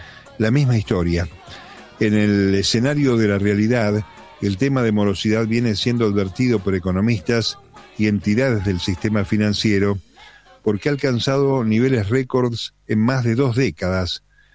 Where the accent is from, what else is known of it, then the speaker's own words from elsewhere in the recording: Argentina; Sos argentino